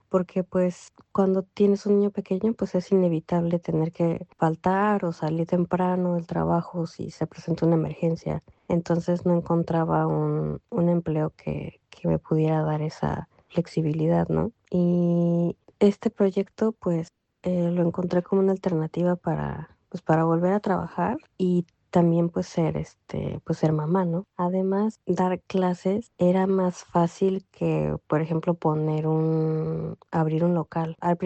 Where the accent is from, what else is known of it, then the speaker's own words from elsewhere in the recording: Mexico City, Mexico; moved away as an adult; now in Tokyo, Japan; soy de la Ciudad de México y actualmente vivo en Tokio, Japón. Me casé con una persona japonesa, entonces decidimos vivir en Japón y llevo 15 años viviendo en Japón.